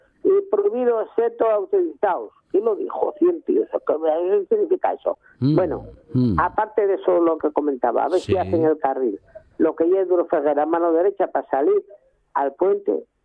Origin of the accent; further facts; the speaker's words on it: Asturias, Spain; born there; Yo creo que toda la gente que tuvieron aquí, que somos antiguamente no, que nacimos en el Valle del Nalón y lo apreciamos